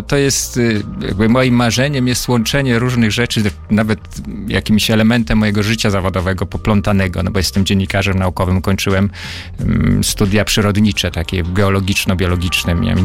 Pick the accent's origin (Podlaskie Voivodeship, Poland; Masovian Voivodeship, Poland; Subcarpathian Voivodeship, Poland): Podlaskie Voivodeship, Poland; now in near Warsaw, Poland; na moim rodzinnym Podlasiu, skąd pochodzę